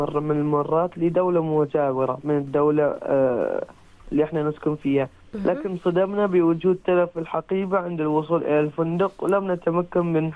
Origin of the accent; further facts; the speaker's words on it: Oman; وأن أمثل بلدي عمان خير تمثيل.